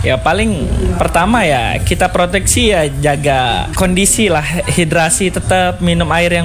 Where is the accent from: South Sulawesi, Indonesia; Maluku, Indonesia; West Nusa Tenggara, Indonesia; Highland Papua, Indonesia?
West Nusa Tenggara, Indonesia; Bayan; Saya asalnya dari Bayan, Lombok Utara.